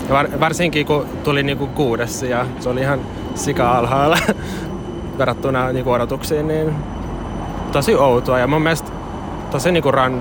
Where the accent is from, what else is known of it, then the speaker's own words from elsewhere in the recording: Helsinki, Uusimaa, Finland; 22-vuotias Helsingistä.